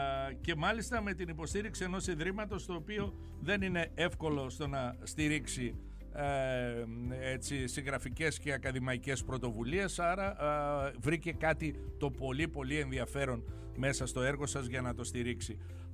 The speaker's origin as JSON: {"language": "Greek", "region": "Eastern Macedonia and Thrace", "country": "Greece", "tie": "born or raised there", "moved": "yes", "lives_now": "Xanthi, Greece", "said": "Και μικρή πηγαίναμε έστω με τα ποδήλατα και τα λοιπά μέχρι την Αδριανή, ναι, τη Χωριστή. Δεν φτάναμε στο Δοξάτο."}